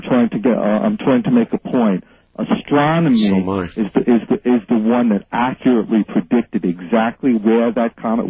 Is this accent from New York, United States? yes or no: yes; New York, United States; Maybe I'm talking too loud. I'm like from New York. I talk too loud.